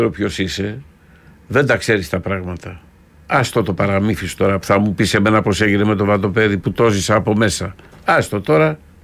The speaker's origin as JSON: {"language": "Greek", "town": "Patras", "region": "Western Greece", "country": "Greece", "said": "Είμαι διευθυντής σε μια εφημερίδα, μεγάλη εφημερίδα στην επαρχία, γιατί επαρχιώτης είμαι εγώ από την Πάτρα."}